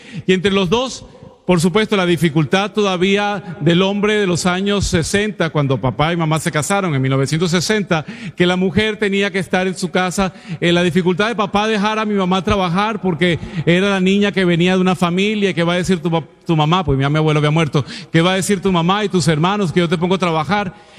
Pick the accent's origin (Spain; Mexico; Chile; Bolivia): Mexico; de donde soy yo, de México, pues la capital de las telenovelas